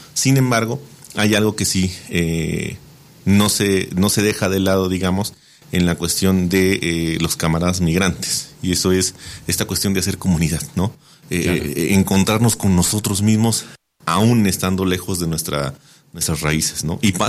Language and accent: Spanish; Puebla, Mexico; soy nahua. Y cuando le dije que era yo precisamente del Valle Agrícola de una comunidad nahua en Puebla, se le iluminaron los ojos